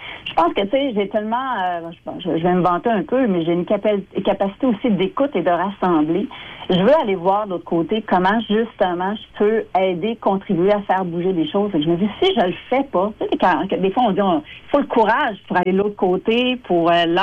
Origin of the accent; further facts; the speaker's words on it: Quebec City, Quebec, Canada; moved away as an adult; also born or lived in Chicoutimi / Lévis; Ben, je viens de Charlebourg. Le monde ne le savent pas. J'ai grandi là, j'ai fait mon école primaire, secondaire, j'ai fait les 400 coups à Charlebourg, blague à part, mais je viens de là.